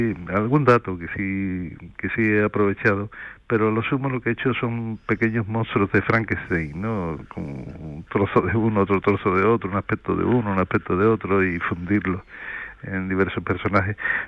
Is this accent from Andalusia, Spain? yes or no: yes; Rota, Andalusia, Spain; preferí usar el nombre real de donde transcurre la acción, que es aquí en Rota, en mi pueblo.